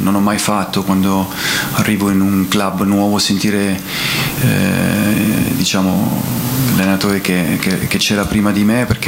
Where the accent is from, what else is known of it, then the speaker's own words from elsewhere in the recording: Bocchigliero, Calabria, Italy; also born or lived in Rossano; Io sono nato a Rossano, ma sono di Bocchigliero, un paese che io, sì, io amo